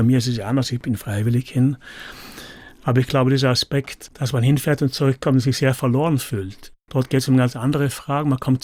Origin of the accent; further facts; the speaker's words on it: Merano, Trentino-Alto Adige, Italy; Aber sicher, wir sind auch geprägt durch den starken, gerade im Meran, wo ich aufgewachsen bin, damals bundesdeutschen Tourismus, der war sehr stark.